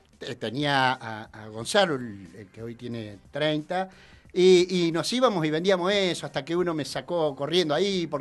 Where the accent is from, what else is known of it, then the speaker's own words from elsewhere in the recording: Bahía Blanca, Buenos Aires Province, Argentina; yo soy de acá de Bahía.